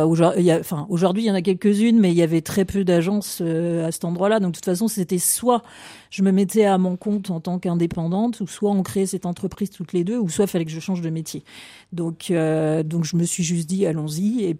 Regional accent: Sainte-Hermine, Pays de la Loire, France; also born or lived in Luçon; moi, je suis de Saint-Hermine.

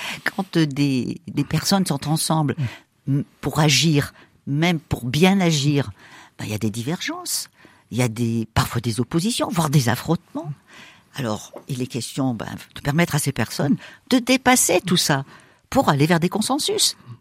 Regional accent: France; Alors on dit « Oui ».

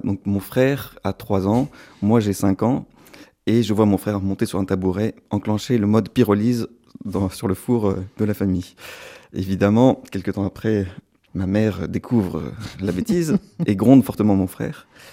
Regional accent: Provence-Alpes-Côte d'Azur, France; now in Belgium; je passais de la lumière aux ténèbres quand on vient de Provence.

